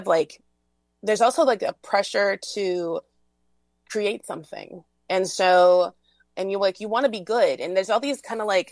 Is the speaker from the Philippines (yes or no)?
no; Canada; I'm Asian. So rice, it made sense. I'm Vietnamese Canadian.